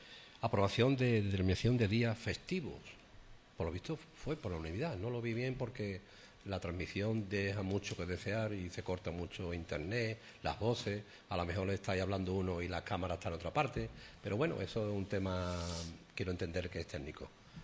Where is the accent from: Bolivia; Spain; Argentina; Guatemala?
Spain; Sanlúcar, Andalusia; soy persona de Sanlúcar como tal